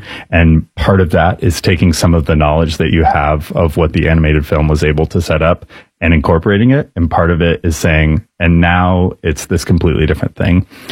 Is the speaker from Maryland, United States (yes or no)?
no; Texas, United States; also born or lived in Cleveland; now in New York City, United States; I'm from Texas originally.